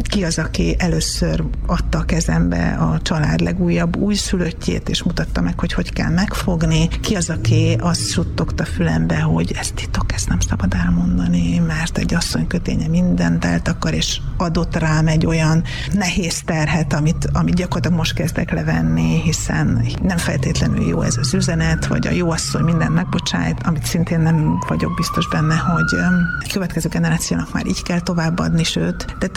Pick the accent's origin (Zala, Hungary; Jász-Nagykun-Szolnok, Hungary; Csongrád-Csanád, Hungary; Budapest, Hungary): Jász-Nagykun-Szolnok, Hungary; Tiszaföldvár; born there; moved away; Tiszaföldváron születtem, és én vagyok a családnak az ötödik lánya. Apukám és anyukám második házasságában születtem, és Földvár egy tiszaparti kisváros.